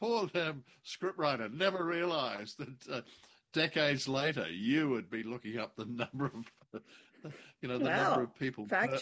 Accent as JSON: {"language": "English", "country": "Australia", "said": "I'm an Australian, obviously, but my father had 11 brothers and sisters."}